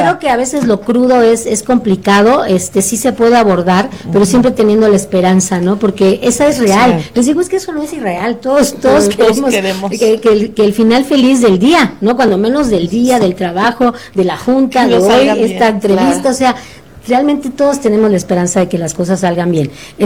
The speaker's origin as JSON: {"language": "Spanish", "region": "Campeche", "country": "Mexico"}